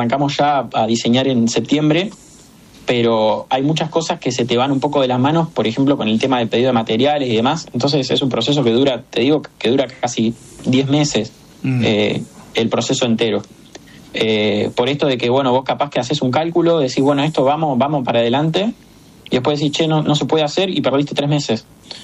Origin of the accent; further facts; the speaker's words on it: Argentina; para nosotros como argentinos es un logro